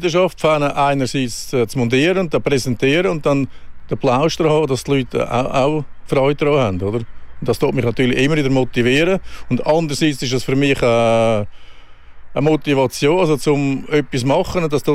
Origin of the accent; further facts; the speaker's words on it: Switzerland; als Schweizer ist das natürlich so und so.